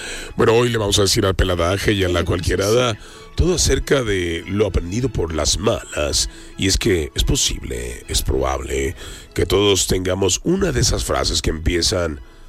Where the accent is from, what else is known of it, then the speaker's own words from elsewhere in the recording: Mexico; no, si soy mexicano